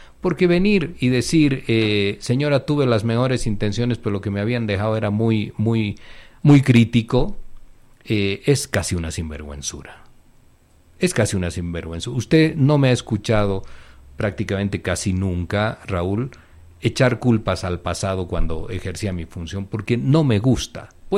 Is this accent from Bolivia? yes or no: yes; Bolivia